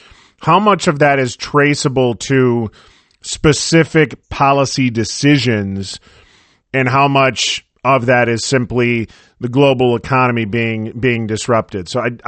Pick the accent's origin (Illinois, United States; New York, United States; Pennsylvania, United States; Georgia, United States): Illinois, United States; Ottawa; $5 a gallon in my hometown of Ottawa, Illinois.